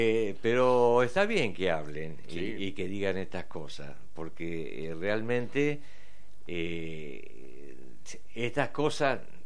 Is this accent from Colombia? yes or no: no; Argentina